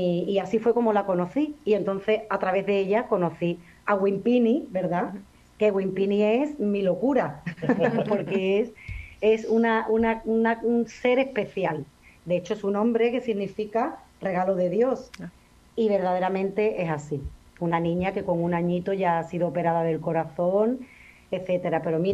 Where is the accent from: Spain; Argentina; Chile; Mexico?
Spain; somos un país, la verdad, de brazos abiertos, porque es que lo somos.